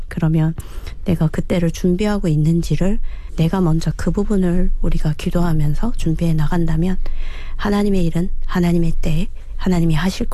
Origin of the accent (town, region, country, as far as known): North Korea; now in South Korea